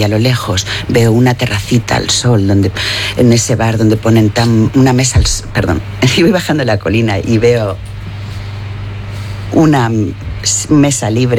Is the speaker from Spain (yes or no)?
yes; Menorca, Balearic Islands, Spain; en mi pueblo, en Menorca, porque en realidad soy de Menorca, estropear se dice españar.